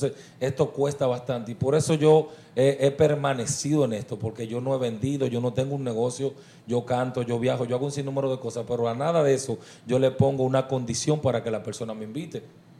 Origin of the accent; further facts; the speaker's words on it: Distrito Nacional, Dominican Republic; Soy de la capital.